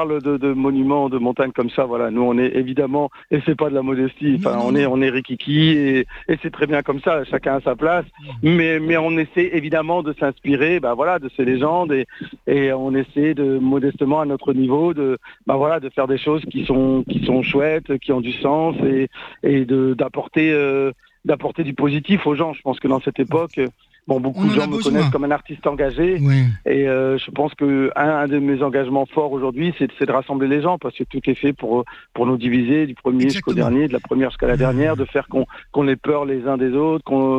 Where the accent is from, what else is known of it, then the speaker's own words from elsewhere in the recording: Lille, Hauts-de-France, France; Hein, nous, on est originaire de Lille, là-haut, à la maison.